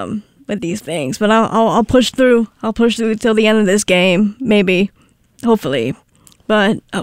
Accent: the South, United States; But myself, I'm also from the South, but more so somewhere like in the beautiful wetland that I am in now.

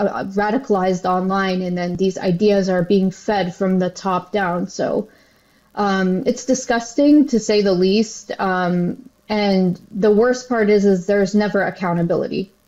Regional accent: United States; I haven't personally felt safe for a long time. You know, I grew up in post 9/11 America. I was young at the time

